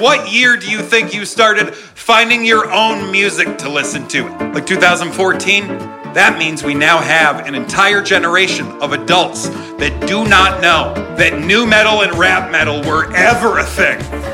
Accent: New England, United States; I grew up in New England and I loved to draw.

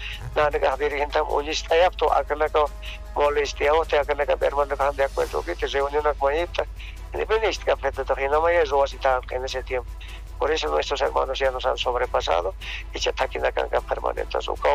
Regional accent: Bolivia; nosotros también somos bolivianos

